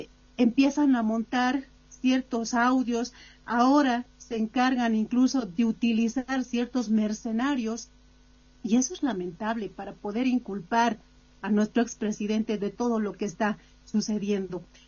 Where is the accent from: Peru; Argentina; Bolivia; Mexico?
Bolivia; como bolivianos y como exautoridades no queremos que se repita la historia del 2019